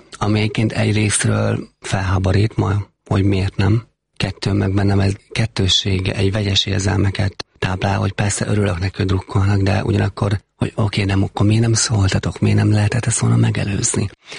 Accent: Heves, Hungary; Én Heves megyében nőttem föl.

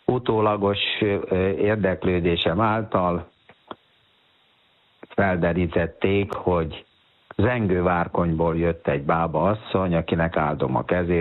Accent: Pécs, Baranya, Hungary; born there; also born or lived in Nagypall; A szüleim 1955-ben beköltöztek Pécsre, mivel hogy édesapám akkor az katonatiszt volt, és hát ugye én akkor egy éves voltam

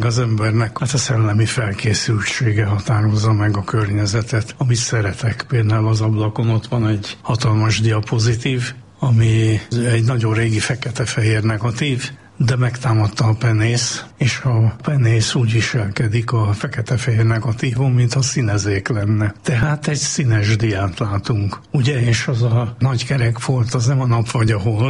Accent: Budapest, Hungary; én abszolút hetedik kerületi gyerek vagyok. Én 37 éves koromig abban a lakásban laktam, ahol a gettóba születtem.

